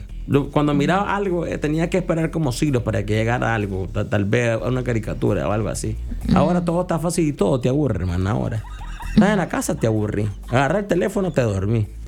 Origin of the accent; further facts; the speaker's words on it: Juigalpa, Chontales, Nicaragua; now in Managua, Nicaragua; soy de ahí